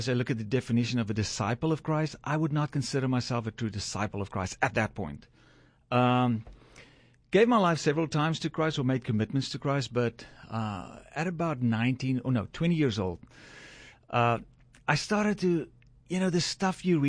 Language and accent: English; Kirkwood, Eastern Cape, South Africa; Yeah, South Africa. So I grew up in South Africa in a small town called Kirkwood. It's about an hour away from Port Elizabeth.